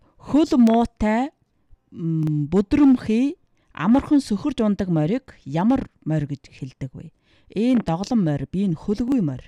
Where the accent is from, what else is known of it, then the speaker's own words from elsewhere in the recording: Ordos, Inner Mongolia, China; accent: Ordos dialect; Манай ордос аман яранд бол таан гэж хэлдэг.